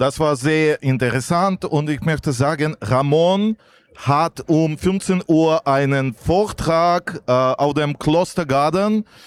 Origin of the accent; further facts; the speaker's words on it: Russia; moved away; Ich komme aus Russland